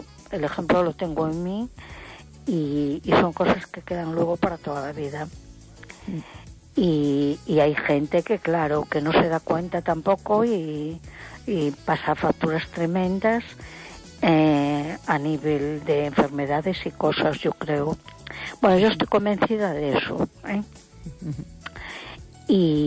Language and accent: Spanish; A Coruña, Galicia, Spain